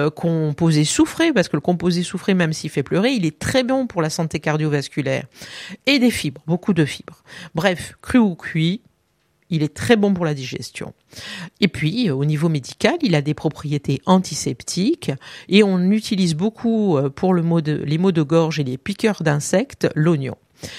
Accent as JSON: {"language": "French", "region": "Corsica", "country": "France", "said": "chez nous en Corse, nous avons le fameux oignon de Cisco du Cap Corse qui est si doux qu'il ne fait pas pleurer"}